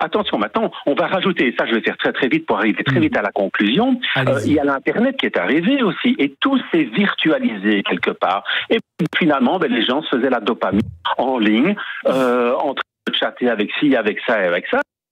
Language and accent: French; Brussels, Brussels-Capital Region, Belgium; je suis de la ville, je suis bruxellois de souche.